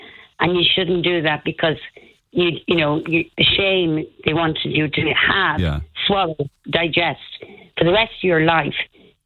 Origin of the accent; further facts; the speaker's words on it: Dublin, Leinster, Ireland; also born or lived in London; they called me the city girl because I came in from London, but I was also from Dublin.